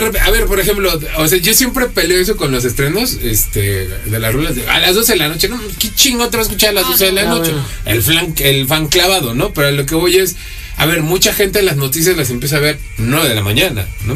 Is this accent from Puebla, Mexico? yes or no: yes; Puebla, Mexico; nosotros como poblanos